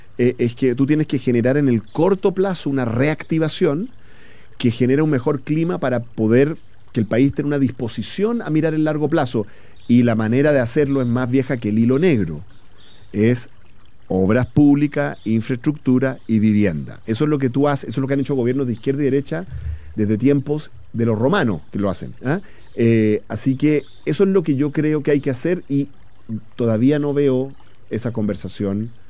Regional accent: Chile

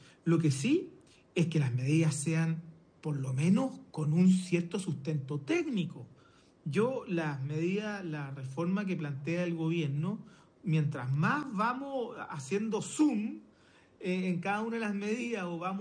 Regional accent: Araucanía, Chile; Soy de la Araucanía.

